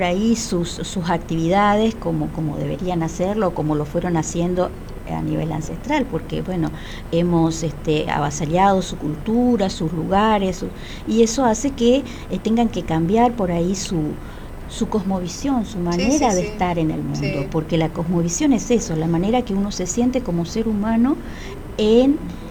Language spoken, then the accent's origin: Spanish; Argentina; nosotros como nación argentina